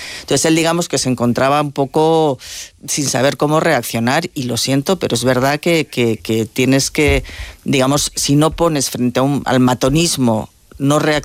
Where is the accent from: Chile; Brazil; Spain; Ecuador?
Spain; frente a su victimismo las víctimas somos los españoles